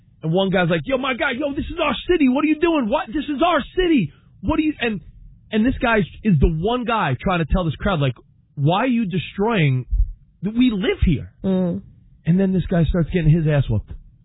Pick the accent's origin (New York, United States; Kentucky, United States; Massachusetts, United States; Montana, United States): New York, United States; I'm from New York.